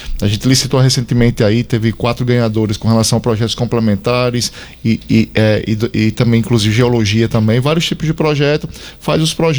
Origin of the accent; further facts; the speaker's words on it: Cardoso, Sergipe, Brazil; now in Lavandeira, Brazil; Olha, eu sou do Cardoso, Bita, mas moro na Lavandeira.